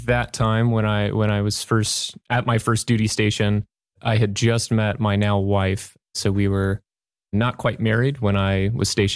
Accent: Franklin, Tennessee, United States; moved away as an adult; now in Wilmington, United States; I grew up in Middle Tennessee, Orthodox, going to St. Ignatius, a big Antiochian church in Franklin, Tennessee. Spent the first 18 years of my life there. Went off to school, but I am coming from St. Basil the Great in Wilmington, North Carolina

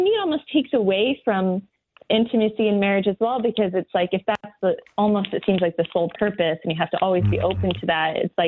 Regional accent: Anchorage, Alaska, United States; Yeah, from Anchorage. Mm-hmm. Yeah, so I'm used to it.

